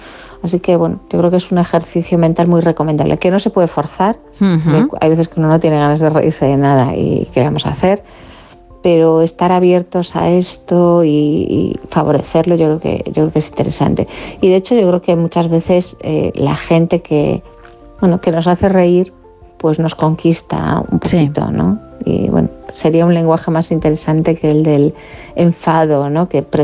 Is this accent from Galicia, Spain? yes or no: yes; Galicia, Spain